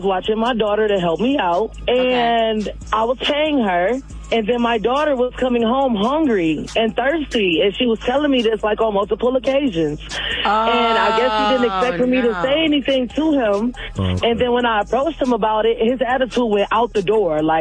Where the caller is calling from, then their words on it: Detroit, Michigan, United States; I'm calling from Northside, Detroit.